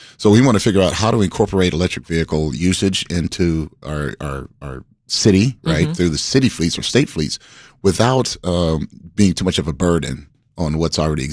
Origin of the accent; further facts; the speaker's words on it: Atlanta, Georgia, United States; I'm new to the area. I'm from Atlanta.